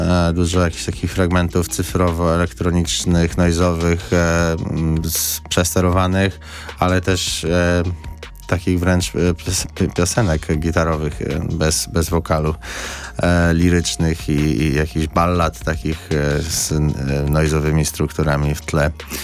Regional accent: Bydgoszcz, Kuyavian-Pomeranian Voivodeship, Poland; born there; w klubie, w którym się wychowywałem, czyli w Mózgu. Bydgoszcz

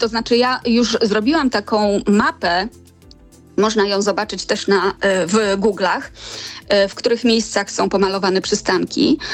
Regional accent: Warmian-Masurian Voivodeship, Poland; bo ja pochodzę tutaj z Warmii

